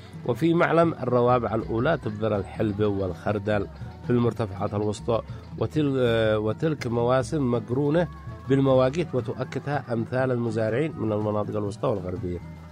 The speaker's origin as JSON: {"language": "Arabic", "town": "Sanaa", "region": "Amanat Al Asimah", "country": "Yemen", "said": "عندنا في صنعاء نقول تملط الذره"}